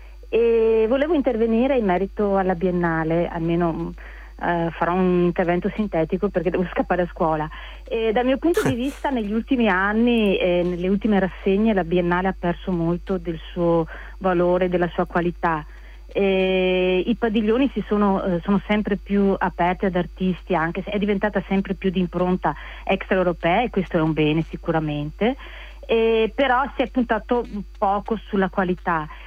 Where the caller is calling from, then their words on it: Valdagno, Veneto, Italy; Chiamo da Valdagno, in provincia di Vicenza. Insegno storia dell'arte in un liceo qui del territorio.